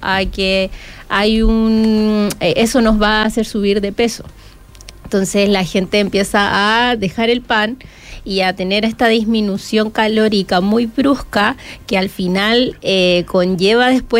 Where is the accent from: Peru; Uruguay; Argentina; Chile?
Chile; acá como población chilena somos muy consumidores de pan.